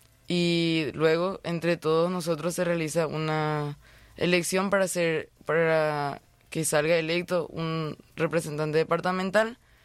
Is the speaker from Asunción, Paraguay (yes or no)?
no; Pilar, Ñeembucú, Paraguay; tengo 14 años y soy de Pilar, del departamento más histórico del Paraguay, de Ñembucú.